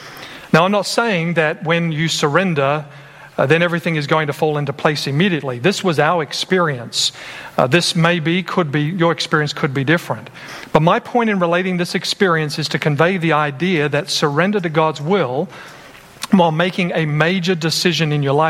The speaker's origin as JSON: {"language": "English", "country": "Australia", "lives_now": "United States", "said": "And I'm a guy from Australia. I'm here in America, and I'm thinking, well, maybe this is just a cultural thing."}